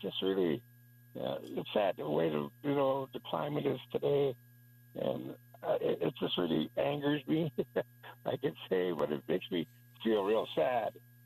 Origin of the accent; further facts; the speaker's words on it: Minnesota, United States; I live up in Duluth, Minnesota. I'm originally from the Wilderness Reservation up in Minnesota